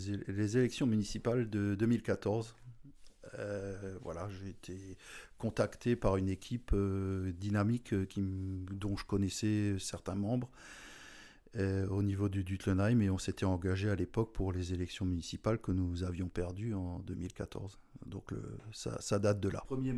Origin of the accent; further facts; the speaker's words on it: Strasbourg, Grand Est, France; born there; je suis né à Strasbourg d'un papa belge et d'une maman alsacienne.